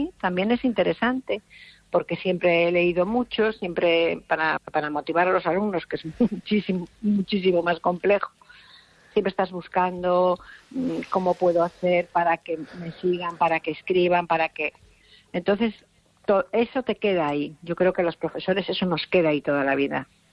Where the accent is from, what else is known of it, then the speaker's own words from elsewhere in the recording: Pontevedra, Galicia, Spain; Galician is a second language; also born or lived in Bilbao; cando puiden vir para Galicia, que son de Pontevedra, o primeiro que fixen foi aprender o galego que non sabía